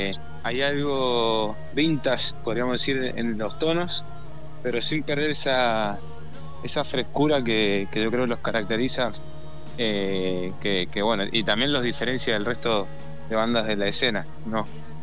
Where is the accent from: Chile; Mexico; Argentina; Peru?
Argentina; Mendoza; Mendoza está en el oeste, ¿no? Somos el Western de Argentina.